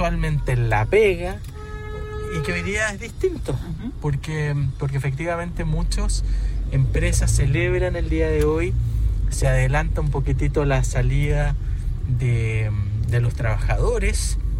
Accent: Chile; para lo que somos como chilenos

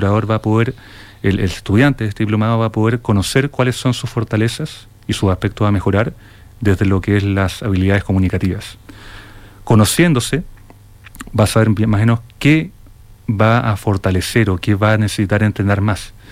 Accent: Chile; nosotros como chilenos tenemos un poquito comprometida, digamos, nuestra forma en cómo nos expresamos

